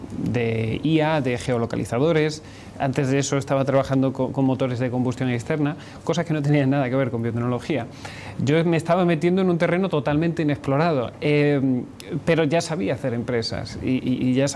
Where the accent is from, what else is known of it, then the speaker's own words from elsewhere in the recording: Seville, Andalusia, Spain; moved away as an adult; now in Barcelona, Spain; Yo soy sevillano.